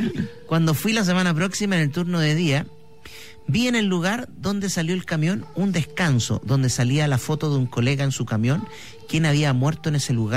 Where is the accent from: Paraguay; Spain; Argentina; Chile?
Chile; Ovalle, Coquimbo; Soy de Ovalle, y en el año 2006, cuando tenía 12 años, participé de un campamento de verano con mi hermana y unas amigas del colegio.